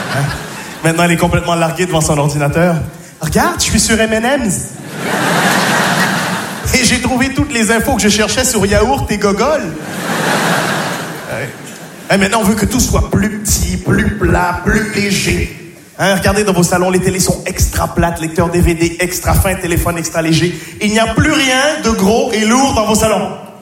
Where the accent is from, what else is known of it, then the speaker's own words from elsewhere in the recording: Nogent-sur-Marne, Île-de-France, France; J'ai grandi à Nogent-sur-Marne, je suis passionné avec les petite banlieue très bourgeoise, dans genre la Marne